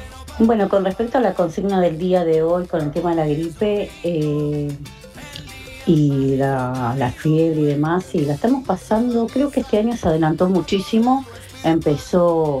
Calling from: Quilmes, Buenos Aires Province, Argentina; de Quilmes

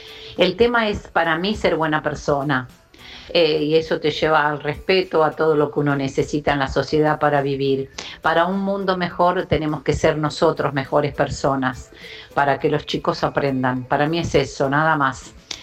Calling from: Buenos Aires, Argentina; de Parque Chacabuco

